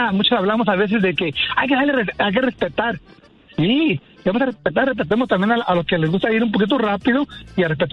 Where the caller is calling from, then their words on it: Chino, California, United States; Ahorita estoy aquí en Chino. Venía manejando y me paré a un lado para platicar.